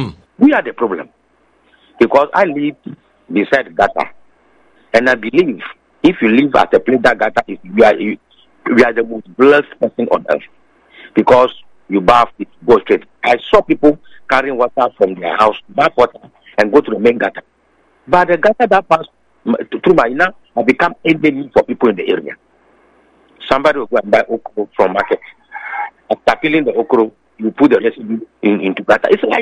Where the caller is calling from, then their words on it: Adenta, Greater Accra, Ghana; I'm calling from Adenta.